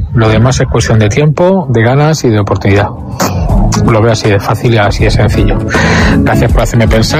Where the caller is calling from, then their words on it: Madrid, Community of Madrid, Spain; Hola, buenas. … de Madrid.